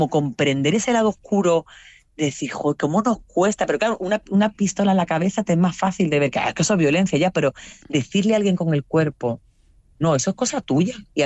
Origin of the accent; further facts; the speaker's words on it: Andalusia, Spain; si yo soy blanca, pero yo soy andaluza, no soy catalana, ni soy vasca, es decir, el norte del mismo país tiene un lugar que no tiene mi acento